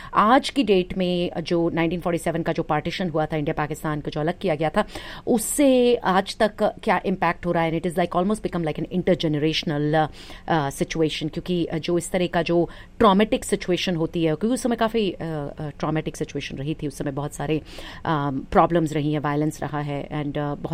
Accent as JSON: {"language": "Hindi", "region": "Delhi", "country": "India", "tie": "born or raised there", "said": "मैं दिल्ली में बड़ी हुई हूँ, and there lot of the area that I grew up was all जो उनके पेरेंट्स, या ज़्यादातर तो दादा वगैरह, दादा दादी उस तरह के लोग, नाना नानी उस पार से आए थे, बॉर्डर पार"}